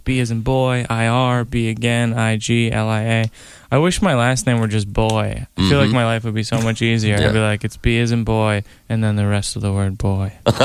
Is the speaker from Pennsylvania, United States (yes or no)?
no; Massachusetts, United States; moved away; Yeah, I'm from Massachusetts.